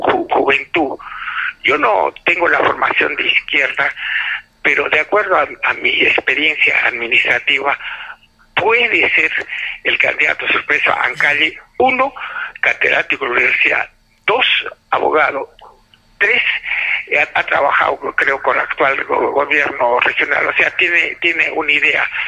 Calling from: Arequipa, Peru; yo, como arequipeño

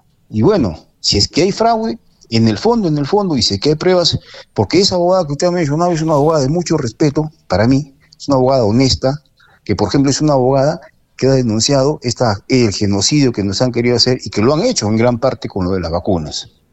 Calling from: Peru

